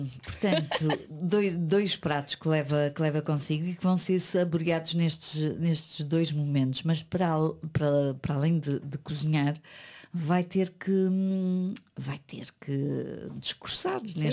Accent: Vila Franca do Campo, Azores, Portugal; sou natural de Vila Franca do Campo e tenho uma paixão por tudo o que são sabores ligados à minha terra

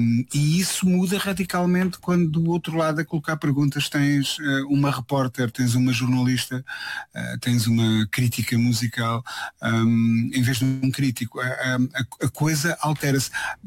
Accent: Centro, Portugal; minha cultura específica, operária, do centro do país, se calhar um pouco mais rural do que urbano, de onde eu sou originário.

